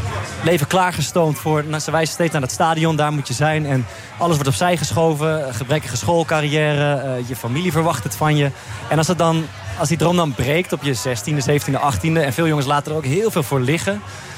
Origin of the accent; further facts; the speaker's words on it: Amersfoort, Utrecht, Netherlands; ik kwam als een jongen uit Amersfoort.